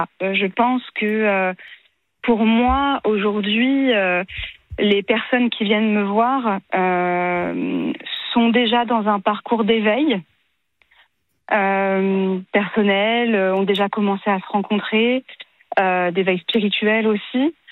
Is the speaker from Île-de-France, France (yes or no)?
yes; Maisons-Laffitte, Île-de-France, France; J'ai grandi à Maisons-Lafitte, en région parisienne